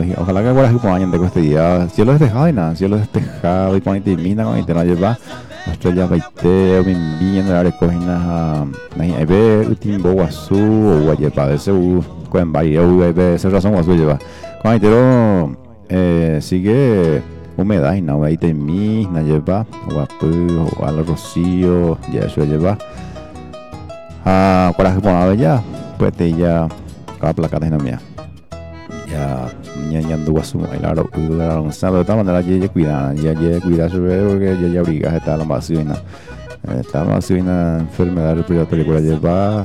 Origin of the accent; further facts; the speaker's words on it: Paraguay; somos paraguayos